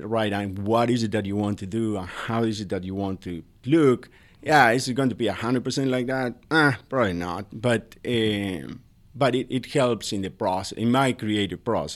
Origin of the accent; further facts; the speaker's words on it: Patagonia, Argentina; moved away; My family, we are from Argentina. My daughters were born there too. And we are from the southern part of the country, from Patagonia.